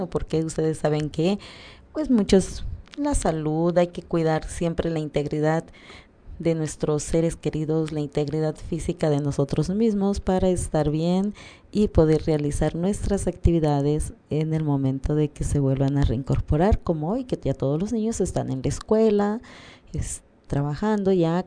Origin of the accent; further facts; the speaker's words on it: Mexico; todos los mexicanos que creemos y confiamos en ellos.